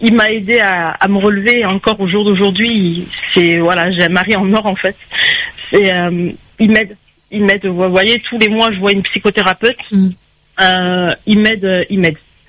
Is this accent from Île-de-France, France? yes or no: no; Nouvelle-Aquitaine, France; parce que j'habite à 2 heures, hein, parce que je suis des Landes, j'habite à 2 heures de là où Liana était.